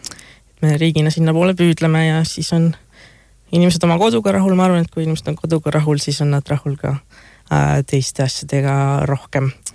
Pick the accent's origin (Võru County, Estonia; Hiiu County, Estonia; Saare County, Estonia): Võru County, Estonia; Ma ise ka olen maalt, Võrumaalt